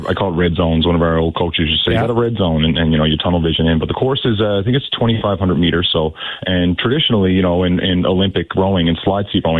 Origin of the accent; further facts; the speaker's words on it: St. John's, Newfoundland and Labrador, Canada; born there; we're living Irish culture here on the island.